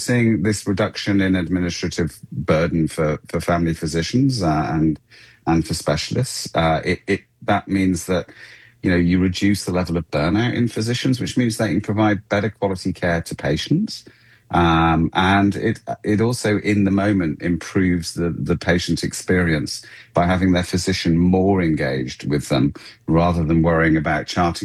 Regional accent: United Kingdom; accent: UK; Despite my accent, I don't have any great understanding of how it's playing out in other countries, such as where my accent's from. But I can connect with colleagues back in the UK from where I once worked

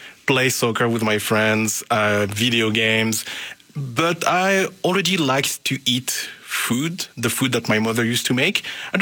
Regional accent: Paris, Île-de-France, France; now in Canada; I grew up in Paris. I was born and raised in Paris. And I grew up in a family that was originally from Comoros, from the Comoros Island in the Indian Ocean.

